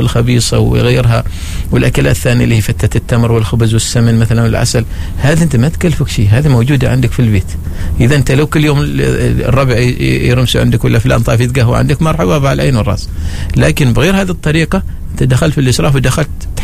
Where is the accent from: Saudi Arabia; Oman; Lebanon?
Oman; أنا اليوم لما أتكلم عن قاعدة السمت عندي في الضيافة كعماني تمر الحلوى مثلا